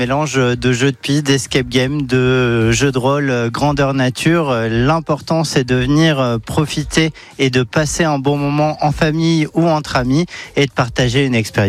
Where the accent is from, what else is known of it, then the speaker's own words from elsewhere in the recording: Clermont-Ferrand, Auvergne-Rhône-Alpes, France; also born or lived in south-east France; Je suis originaire de Clermont-Ferrand. D'accord. Et je suis né dans le sud-est